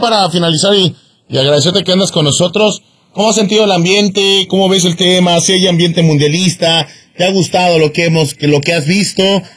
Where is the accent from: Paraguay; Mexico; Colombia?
Mexico; State of Mexico; born there; yo que estuve en una escuela de Ciudad de Estado de México